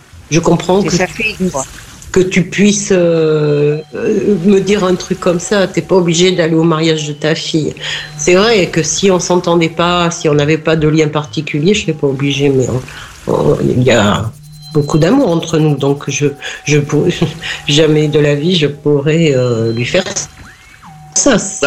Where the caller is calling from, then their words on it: Méréville, France; je suis à Méréville.